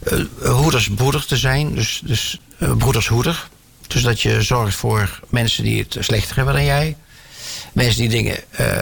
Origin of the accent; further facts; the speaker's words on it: Tilburg, North Brabant, Netherlands; born there; now in Breda, Netherlands; Ik ben geboren in Tilburg, dus dat is al een enorm privilege, zeker als je in Breda woont.